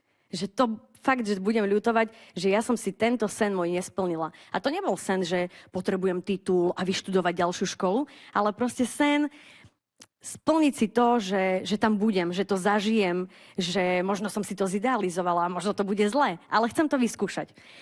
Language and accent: Slovak; Bardejov, Prešov Region, Slovakia; lebo ja originál pochádzam z Bardejova.